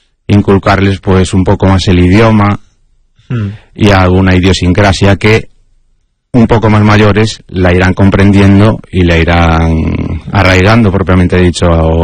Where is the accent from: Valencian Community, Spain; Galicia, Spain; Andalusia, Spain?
Galicia, Spain; Vicedo; Su pueblo preferido, sus vacaciones favoritas son estar en mi pueblo, en Vicedo.